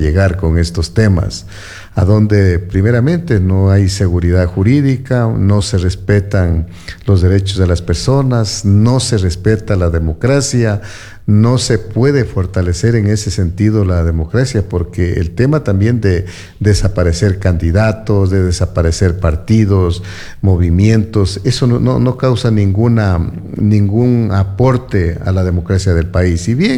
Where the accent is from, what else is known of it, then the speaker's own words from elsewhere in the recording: Ecuador; como ciudadanos, como ecuatorianos y más que todo también como nuestra provincia